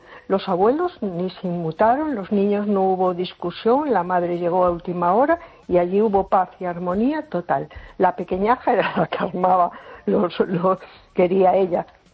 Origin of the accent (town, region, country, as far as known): A Coruña, Galicia, Spain